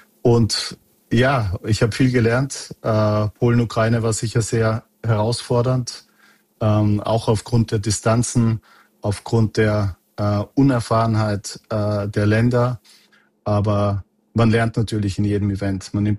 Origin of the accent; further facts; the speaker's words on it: Austria; aber natürlich war Österreich-Schweiz für mich als Österreicher ein Traumevent.